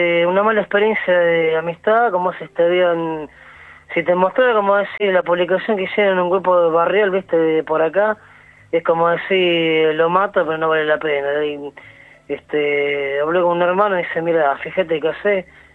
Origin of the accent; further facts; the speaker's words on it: La Tablada, Buenos Aires Province, Argentina; Bien, de... Tablada.